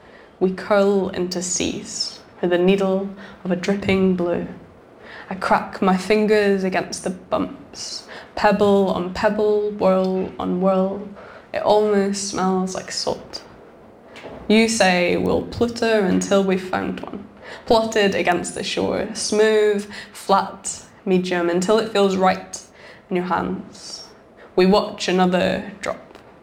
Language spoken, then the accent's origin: English; Scotland, United Kingdom; moved away; I grew up in Scotland